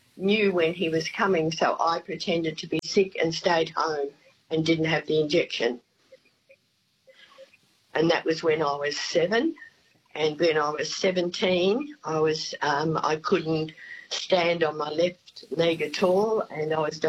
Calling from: Tweed Heads, New South Wales, Australia; I'm ringing from Tweed Heads in New South Wales

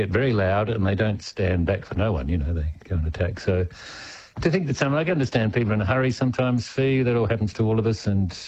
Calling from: Malmesbury, Victoria, Australia; I'm a Malmesbury boy. We've been here about 10 or 11 years.

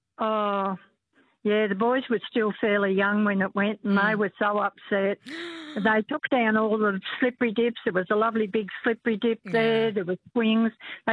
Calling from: Newcastle, New South Wales, Australia; I'm just down Orchard Town Road.

